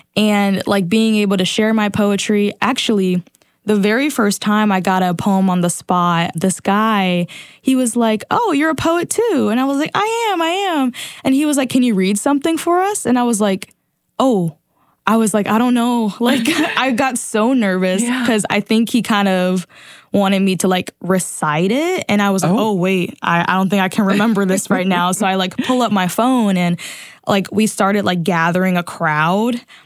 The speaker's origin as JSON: {"language": "English", "region": "the North", "country": "United States", "moved": "yes", "lives_now": "Roanoke, United States", "said": "especially since I'm from the North and there's so many like cultural differences."}